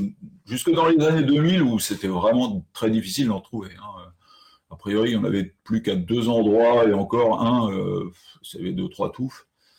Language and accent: French; Normandy, France; born there; quand j'étais petit en Normandie